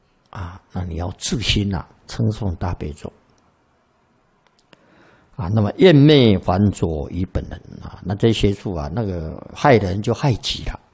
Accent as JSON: {"language": "Chinese", "country": "China"}